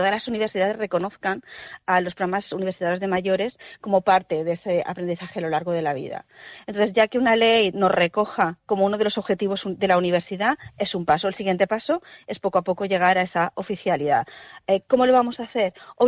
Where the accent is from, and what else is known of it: Spain